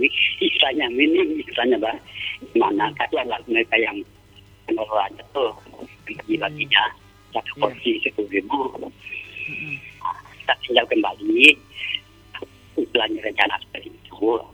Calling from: Bonti, West Kalimantan, Indonesia; di kampung kami, di kampung Lanong.

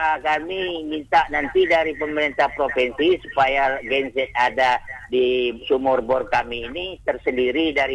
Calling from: Tanjung Pinang, Riau Islands, Indonesia

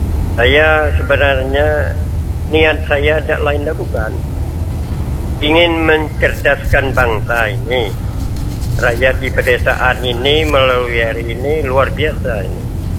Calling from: Bangka Belitung Islands, Indonesia; kami sebagai masyarakat Balunijuk

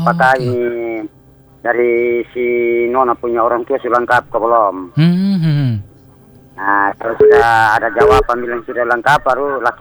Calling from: Eastern Indonesia, Indonesia; Namanya kami orang Timur itu

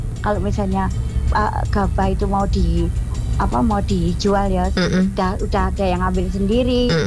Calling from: Banyuwangi, East Java, Indonesia; kalau di desa saya seperti itu Mbak, di Banyuwangi Mbak.

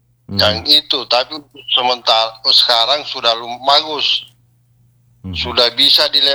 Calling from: Central Sulawesi, Indonesia; kita orang Pantai Timur

